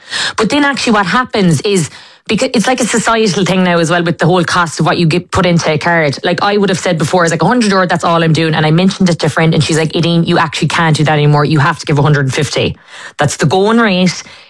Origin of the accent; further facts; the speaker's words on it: Listowel, Munster, Ireland; I'd happily go out even in my hometown again of Listowel or stay in Kerry.